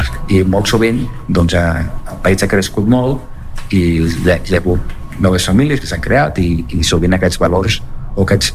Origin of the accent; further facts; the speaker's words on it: Andorra; al final tots som andorrans, no?